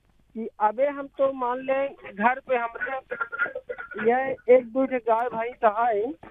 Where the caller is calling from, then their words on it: Phulpur, Uttar Pradesh, India; हम फूलपुर से हैं साहब।